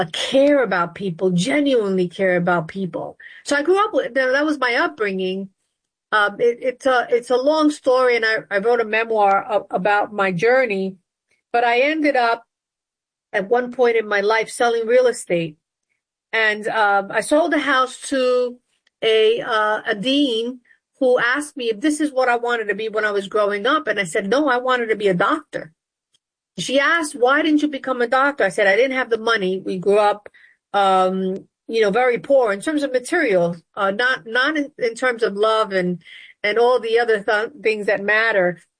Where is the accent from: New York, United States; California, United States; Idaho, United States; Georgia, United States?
New York, United States; New York City; also born or lived in Newark, New Jersey; I grew up in the South Bronx. And we lived in the Bronx and commuted to church every day in Harlem. And I grew up during the civil rights movement.